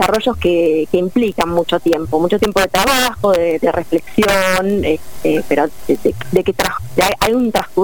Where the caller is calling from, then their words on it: Gaiman, Chubut, Argentina; nosotros estamos viviendo hace ya casi 14 años en Gaiman, esto es en la costa este de Chubut, en la Patagonia. Esto es a 20 kilómetros de Trelew, a 100 kilómetros de Madryn. Nosotros estamos en una chacra chiquita, una hectárea tenemos